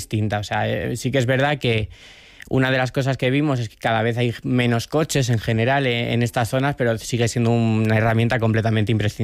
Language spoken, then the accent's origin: Spanish; León, Castile and León, Spain; now in Madrid, Spain; Yo soy de León, pero vivo habitualmente en Madrid y vale. Soy urbanita desde hace muchísimo tiempo.